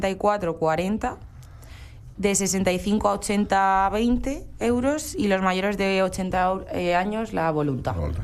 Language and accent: Spanish; Huete, Castilla-La Mancha, Spain; Yo, que también soy de Huete, que tampoco es que sea mucho más grande, pero hombre, una diferencia hay.